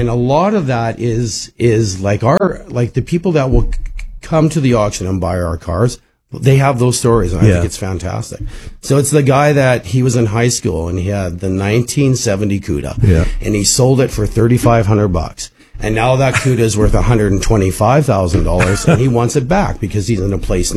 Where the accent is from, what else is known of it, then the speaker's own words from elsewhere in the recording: Saskatoon, Saskatchewan, Canada; I remember when I grew up here in Saskatoon in the 1970s, I'd see the cars ever, the muscle cars ever.